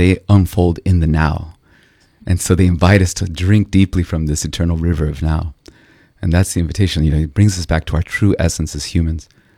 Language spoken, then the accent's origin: English; São José dos Campos, São Paulo, Brazil; born there; English is a second language; Yeah, São José dos Campos in São Paulo, Brazil. Yeah, my father's from Mexico, and my mother's Brazilian, Mineira. And so I grew up kind of between worlds, if you could say.